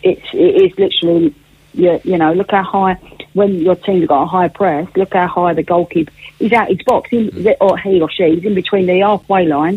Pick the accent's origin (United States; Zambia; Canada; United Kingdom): United Kingdom; London; born and bred in Peckham, you've got to have a tough upbringing.